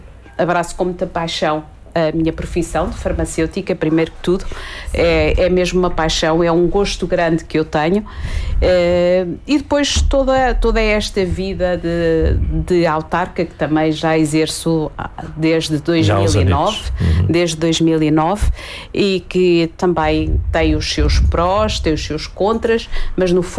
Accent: Coja, Coimbra, Portugal; also born or lived in Lisbon; Mas sempre me identifiquei como sendo cojense, na medida em que só fui lá nascer, portanto sou verdadeiramente coja. Nasci, fiz lá a minha escola primária

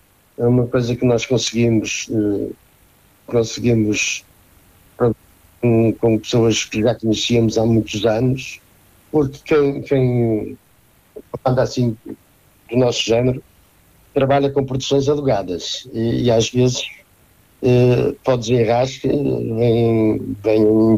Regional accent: Porto, Norte, Portugal; eu sou bem longe, eu sou do Porto

